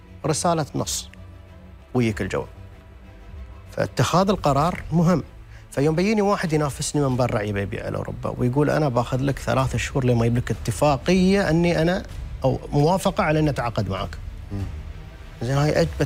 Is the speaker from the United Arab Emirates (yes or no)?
yes; United Arab Emirates; نحن بعد من الإمارات